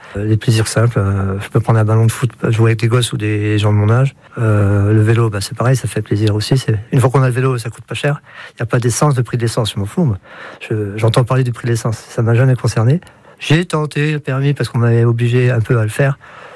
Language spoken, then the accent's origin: French; Montbéliard, Bourgogne-Franche-Comté, France; born there; also born or lived in Lorraine / Audincourt; now in Taillecourt, France; Je suis né à Montbéliard avec des allers-retours en Lorraine.